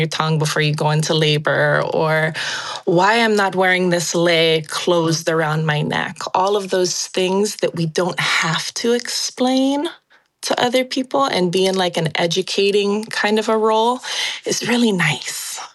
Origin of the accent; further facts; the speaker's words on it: Puna, Hawaii, United States; moved away as an adult; now in Kauai, United States; Maikane and I raise our four keiki on Kauai. I was raised in the Puna area of Hawaii Islands, but have been on Kauai for the last 20 years now.